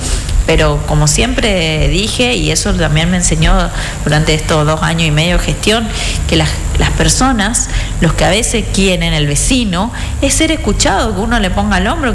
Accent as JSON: {"language": "Spanish", "town": "Resistencia", "region": "Chaco", "country": "Argentina", "said": "nosotros somos de Villa Río Negro."}